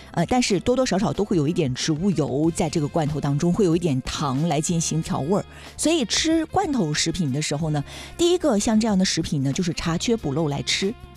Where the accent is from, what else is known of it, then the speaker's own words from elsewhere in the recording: Dalian, Liaoning, China; 对于我们大连人来说